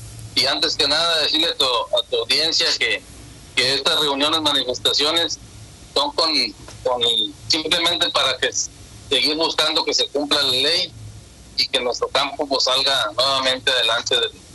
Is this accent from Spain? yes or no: no; Mexico; y pues todos somos mexicanos, estamos muy ofendidos